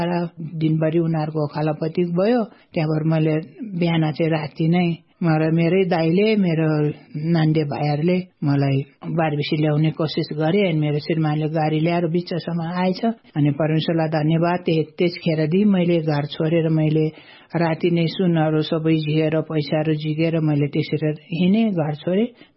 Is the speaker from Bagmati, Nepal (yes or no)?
yes; Sindhupalchok, Bagmati, Nepal; मेरो गाउँ घर चाहिँ सिन्धुपाल्चो हो।